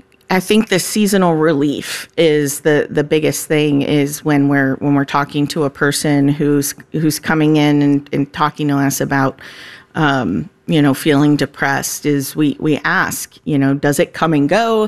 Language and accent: English; Florida, United States; moved away